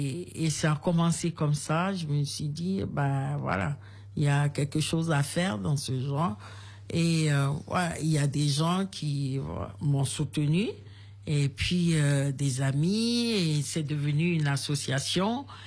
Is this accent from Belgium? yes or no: no; Kpalimé, Plateaux, Togo; Oui, je suis originaire de Palimé.